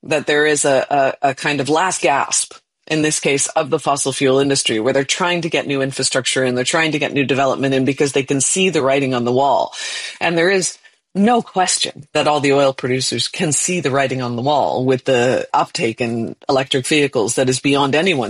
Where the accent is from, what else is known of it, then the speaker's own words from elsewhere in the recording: Canada; As a Canadian